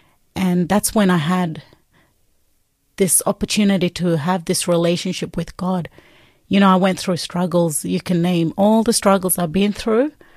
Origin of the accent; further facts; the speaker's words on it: Queensland, Australia; now in Cardwell, Australia; I'm originally from Bigwell Island, Torres Strait.